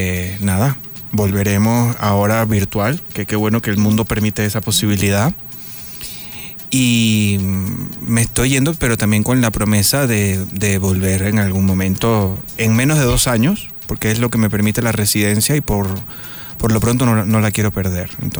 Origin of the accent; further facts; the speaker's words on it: Venezuela; en mi país y en una parte de la costa de mi país, en el estado Vargas